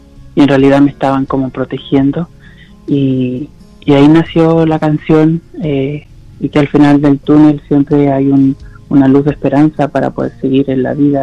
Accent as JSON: {"language": "Spanish", "town": "Maullín", "region": "Los Lagos", "country": "Chile", "tie": "born or raised there", "moved": "yes", "lives_now": "Puerto Varas, Chile", "said": "en Maullín, ya que nací y fui criado casi toda mi infancia y adolescencia allá."}